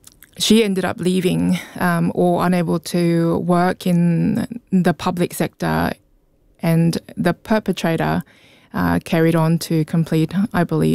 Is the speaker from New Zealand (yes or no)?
yes; Auckland, New Zealand; English is a second language; also born or lived in South Korea; Yeah, so I identify myself as a Korean Kiwi. I was born in Korea and moved over to Auckland as a family in 1992. So that was after I finished primary school, and I did all of my schooling in Auckland